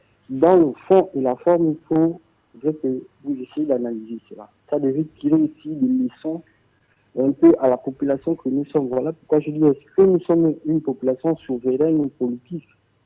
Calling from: Gabon; Je viens intervenir ce matin en tant que Gabonais, en tant que citoyen, en tant que panafricain.

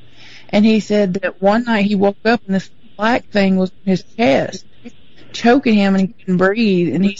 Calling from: Arkansas, United States; I'm from Arkansas.

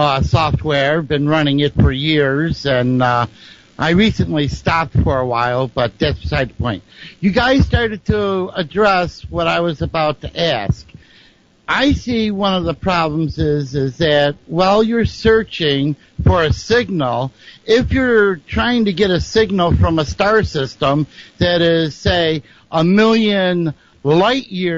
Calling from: Niagara Falls, New York, United States; Okay, I'm calling from Niagara Falls, New York.

